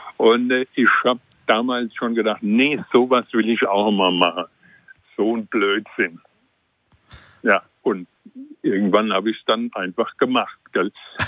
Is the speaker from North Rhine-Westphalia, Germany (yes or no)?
no; Bad Homburg, Hesse, Germany; aus Hessen, ursprünglich aus der Nähe von Frankfurt. Vielleicht kennt jemand Bad Homburg, da bin ich groß geworden in der Ecke.